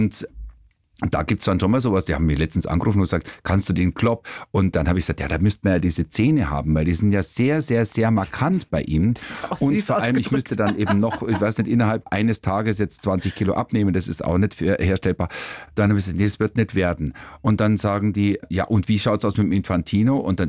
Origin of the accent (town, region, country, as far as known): Kaufbeuren, Bavaria, Germany; born or raised there